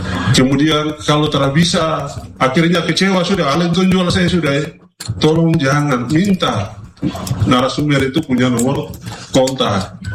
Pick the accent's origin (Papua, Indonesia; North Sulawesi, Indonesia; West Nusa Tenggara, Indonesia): Papua, Indonesia; Saya Papua baru. Saya bukan Papua kemarin, saya Papua baru. Saya generasi Papua baru